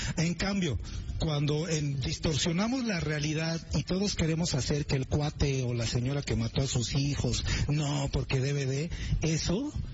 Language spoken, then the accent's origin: Spanish; Mexico; En México somos todavía tendemos a ser muy perjuiciosos